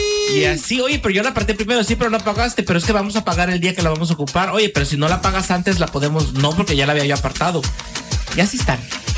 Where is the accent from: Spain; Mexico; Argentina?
Mexico; Somos mexicanos